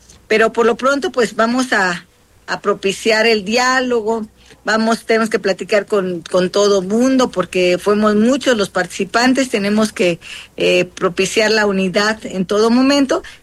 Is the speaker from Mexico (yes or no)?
yes; Mexico; dado que yo soy emanada o soy del pueblo afromexicana, soy costeña